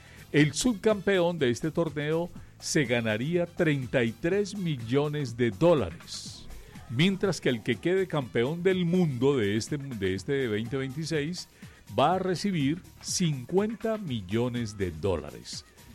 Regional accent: Colombia; a mí me quita el sello de que soy colombiana.

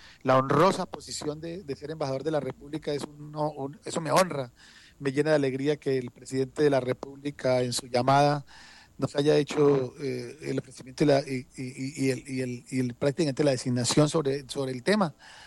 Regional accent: Meta, Colombia; como llanero y como habitante del departamento del Meta

